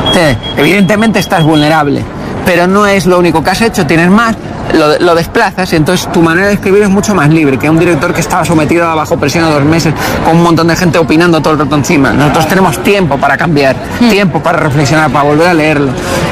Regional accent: Canary Islands, Spain; born there; Porque yo nací en Canarias, tú eres canario.

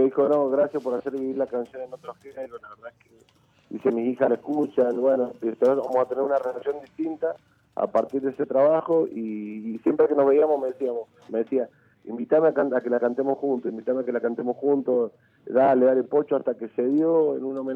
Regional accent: Mendoza, Argentina; siendo músico y siendo mendocino

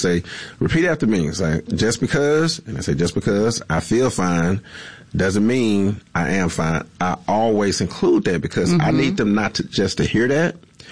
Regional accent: Fayette, Mississippi, United States; also born or lived in Port Gibson, Mississippi / Vicksburg, Mississippi; I am a native Mississippian, born and raised in Fayette, Mississippi, down in Jefferson County. Spent time in Port Gibson as well as Vicksburg, where I graduated from Warren Central, class of 1999.

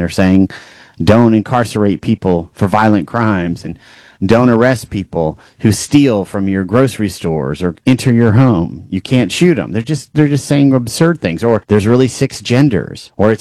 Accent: Texas, United States; I don't know that I can attend the national convention in September in my home state of Texas, in Dallas, Texas

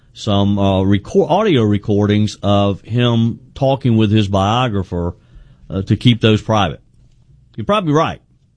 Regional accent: South Carolina, United States; my home state of South Carolina

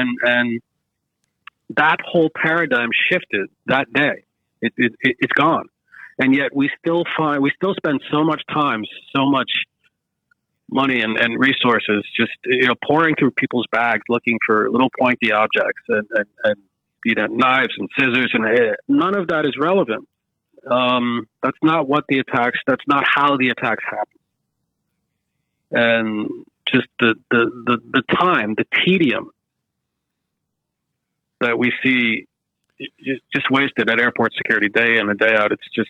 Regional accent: Boston, Massachusetts, United States; here at my hometown airport, Boston Logan

